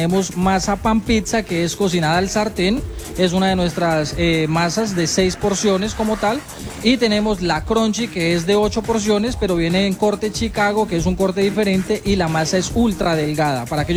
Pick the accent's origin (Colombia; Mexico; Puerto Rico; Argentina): Colombia; porque soy colombiano